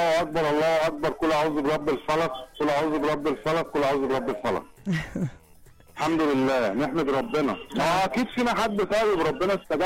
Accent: Egypt; احنا بنسمع صوتك كمصريين وكعرب

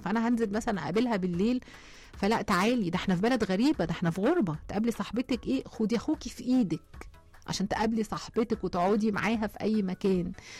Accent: Egypt; احنا مصريين مسلمين ومسيحيين

